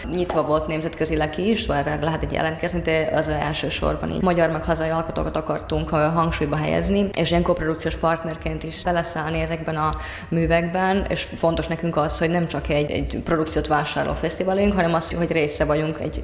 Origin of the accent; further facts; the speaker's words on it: Finland; Hungarian is a second language; kicsit ilyen hazajátszás is, mivel finn vagyok egyébként